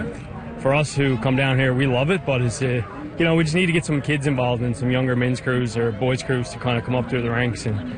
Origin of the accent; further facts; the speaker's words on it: Placentia, Newfoundland and Labrador, Canada; Well, actually, I'm from Placentia. So there's a Placentia regatta